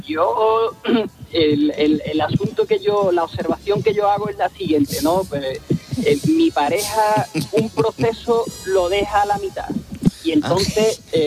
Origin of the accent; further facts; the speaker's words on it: Algeciras, Andalusia, Spain; porque yo soy de Algeciras.